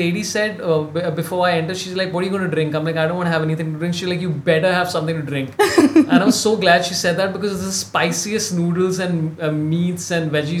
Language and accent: English; India